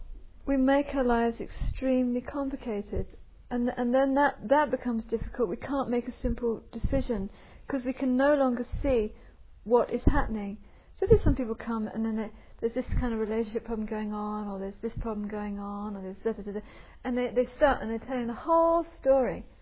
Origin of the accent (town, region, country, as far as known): England, United Kingdom